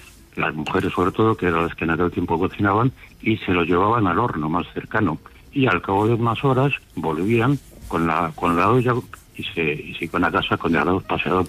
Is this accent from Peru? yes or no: no; Valencian Community, Spain; Porque yo soy valenciano también.